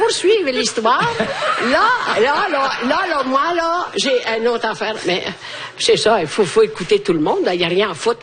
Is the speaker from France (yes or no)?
no; Italy; Chez nous, en Italie, il fait chaud.